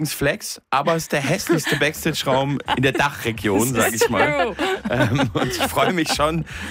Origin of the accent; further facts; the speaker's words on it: Munich, Bavaria, Germany; Ich bin ja in München aufgewachsen und ich habe schon viel Morning Show FM4 gehört.